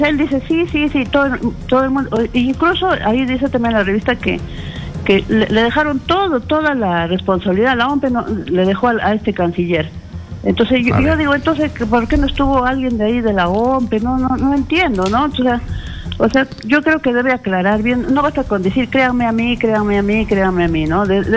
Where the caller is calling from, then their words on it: Arequipa, Peru; de Arequipa.